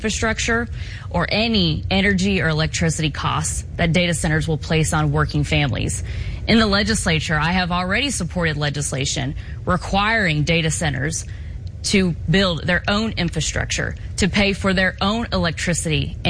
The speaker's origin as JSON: {"language": "English", "region": "Oklahoma", "country": "United States", "tie": "born or raised there", "said": "I was raised in Southwest Oklahoma by a single father who served 22 years in the United States Army"}